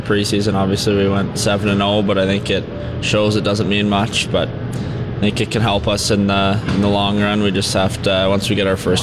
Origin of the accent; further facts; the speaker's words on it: British Columbia, Canada; moved away; getting to play in my hometown